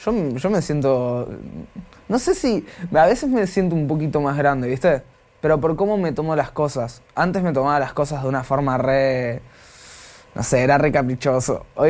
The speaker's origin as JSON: {"language": "Spanish", "town": "General Rodríguez", "region": "Buenos Aires Province", "country": "Argentina", "tie": "born or raised there", "lives_now": "Pilar, Argentina", "said": "Yo soy de General Rodríguez, de allá, zona oeste. Viví mucho tiempo ahí, fui a la escuela allá. Y después me mudé para Pilar, pero bueno, estamos ahí cerca."}